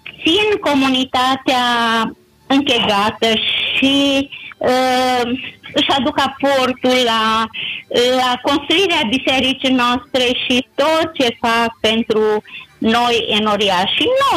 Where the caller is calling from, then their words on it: Romania; din Zorilor.